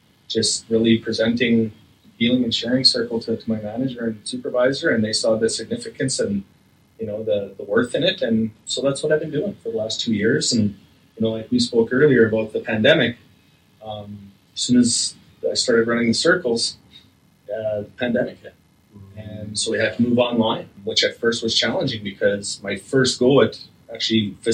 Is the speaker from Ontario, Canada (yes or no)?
no; Slave Lake, Alberta, Canada; also born or lived in St. Paul, Alberta / Edson; I was born in St. Paul, Alberta, and you know, I'm the youngest of seven, and spent about 4 years in St. Paul before we moved to Edson for a year, and then my dad got transferred to Slave Lake, and that's where I grew up.